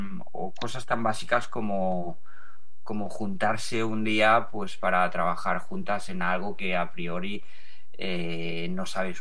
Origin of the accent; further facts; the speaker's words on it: Barcelona, Catalonia, Spain; en mi ciudad, porque yo soy de Barcelona